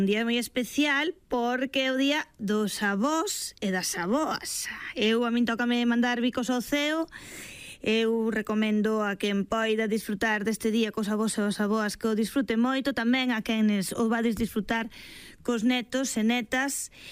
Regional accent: Cedeira, Galicia, Spain; eu digo Cedeira porque sabedes que sempre me vou moito ao meu pobo.

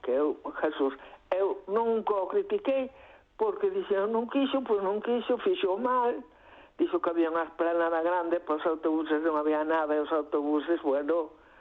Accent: Galicia, Spain; Eu te vou dicir moitas cousas tamén, moitas cousas que se falan en galego, son galega, e me criei falando galego, non as entendo.

